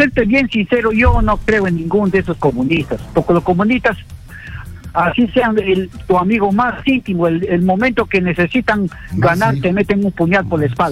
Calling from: Moyobamba, San Martín, Peru; De la capital del departamento de San Martín, la ciudad de Moyobamba, ciudad de las orquídeas

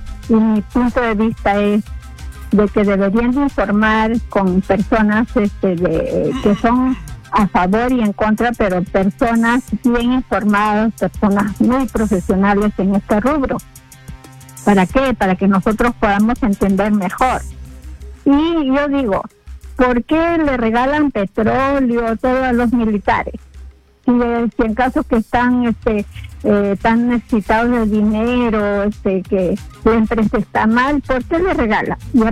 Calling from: Lima, Peru; De Lima. de Vía El Salvador.

